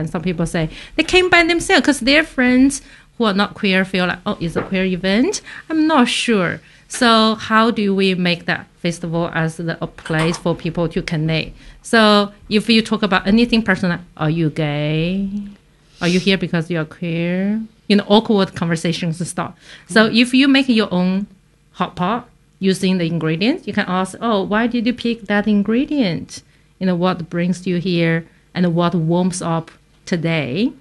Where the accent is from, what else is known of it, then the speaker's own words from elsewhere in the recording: Sichuan, China; moved away; I'm from Sichuan.